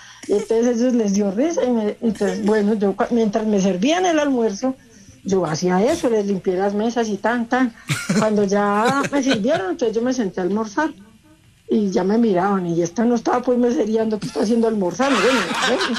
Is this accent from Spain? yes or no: no; Manizales, Caldas, Colombia; Yo soy de Manizales, Caldas, la ciudad